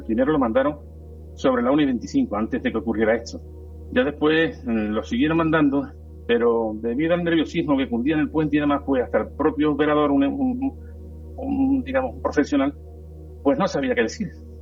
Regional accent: Cádiz, Andalusia, Spain; yo soy de Cádiz, pero muchas veces me escucháis y me cambia la...

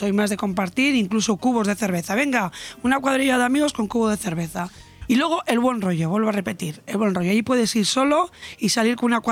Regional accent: Bermeo, Basque Country, Spain; moved away; Yo soy de Bermeo, un pueblo pesquero

